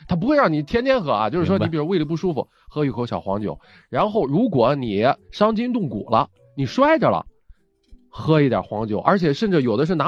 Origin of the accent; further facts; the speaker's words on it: Qingdao, Shandong, China; 就是我的家乡，我的原产地，就是我是出生在青岛市的即墨区。